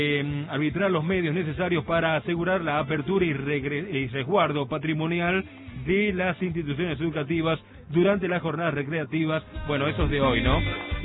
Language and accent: Spanish; Pocito, San Juan, Argentina; buenas tardes … de Pocito.